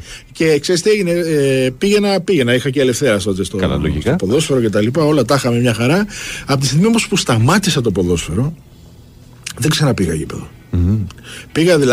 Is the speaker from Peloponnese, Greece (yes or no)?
no; Piraeus, Attica, Greece; Είμαι Πειραιώτης, έχω γεννηθεί εδώ πιο δίπλα, είμαι δηλαδή.